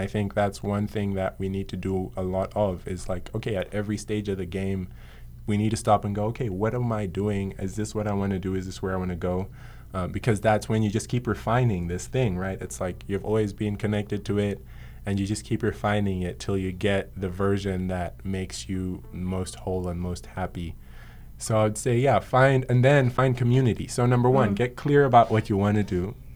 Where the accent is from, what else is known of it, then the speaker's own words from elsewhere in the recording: Malawi; moved away; I, being born and raised in Malawi